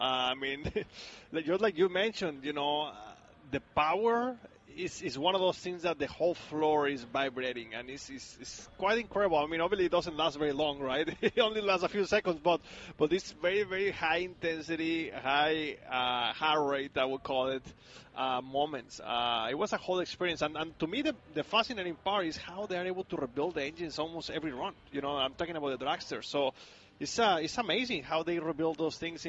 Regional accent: Monterrey, Nuevo León, Mexico; English is a second language; now in United States; they are also playing my hometown in Monterrey, Mexico

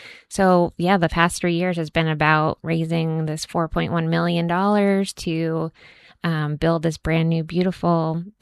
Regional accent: Nashua, New Hampshire, United States; You know, I'm from Nashua. Actually, I grew up in Nashua.

